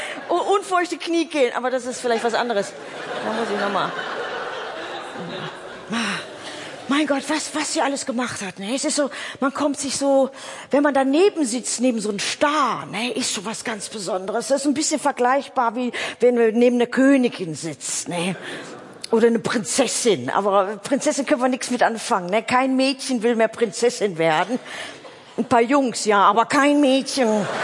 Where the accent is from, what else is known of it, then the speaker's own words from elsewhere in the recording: Oberhausen, North Rhine-Westphalia, Germany; Ich komme aus Oberhausen-Altstaden. Wie hört sich das denn an? Ne? Das ist mitten im Ruhrpott.